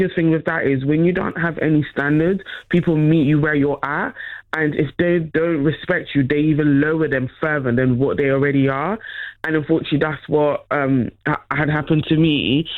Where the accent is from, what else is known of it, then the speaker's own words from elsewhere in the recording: Netherlands; I grew up in the Netherlands.